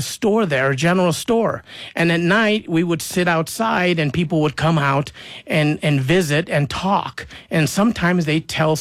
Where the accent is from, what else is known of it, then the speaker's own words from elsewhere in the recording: Albuquerque, New Mexico, United States; also born or lived in Roswell, New Mexico / Los Alamos, New Mexico; Grew up in Albuquerque.